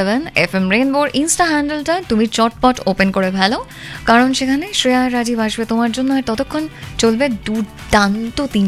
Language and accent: Bangla; Kolkata, West Bengal, India; উত্তর কলকাতাতে বড় হয়েছি